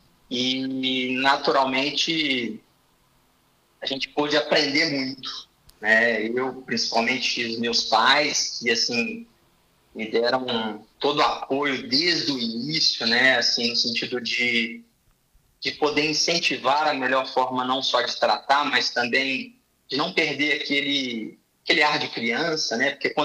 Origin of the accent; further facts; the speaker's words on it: Nova Lima, Minas Gerais, Brazil; moved away as an adult; now in Belo Horizonte, Brazil; Eu sou de Nova Lima. Eu nasci em Nova Lima, hoje eu moro em Belo Horizonte, sou casado há 12 anos, mas minha infância toda foi em Nova Lima, então minha família é de lá